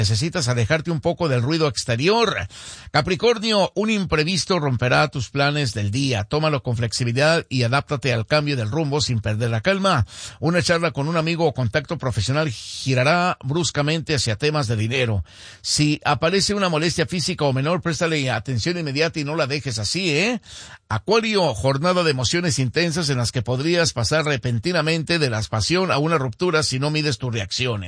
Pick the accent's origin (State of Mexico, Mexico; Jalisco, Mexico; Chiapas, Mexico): Jalisco, Mexico; Huejúcar; born there; moved away; para ir a mi pueblo